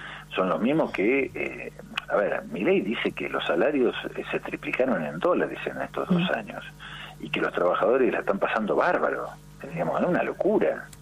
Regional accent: Río Negro, Argentina; yo soy de Río Negro

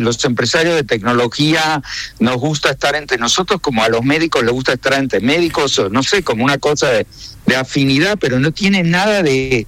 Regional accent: Argentina; yo soy argentino, ciudadano argentino con DNI argentino.

